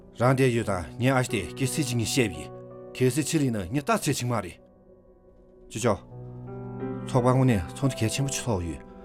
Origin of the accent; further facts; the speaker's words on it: Gansu, China; 俺们甘肃话等没，不过咱们太堵个。